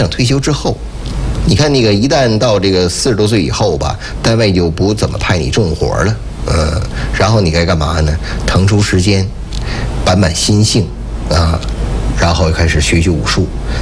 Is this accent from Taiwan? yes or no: no; Jinzhou, Liaoning, China